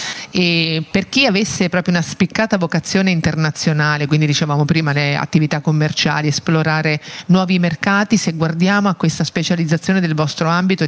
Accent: Ancona, Marche, Italy; io sono di Ancona e la cantieristica anche noi.

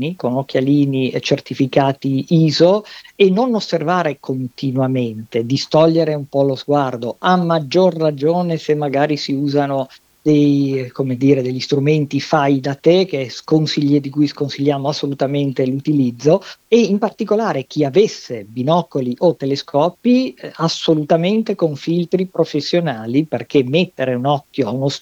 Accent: Genoa, Liguria, Italy; tu lo sai, sei genovese come me

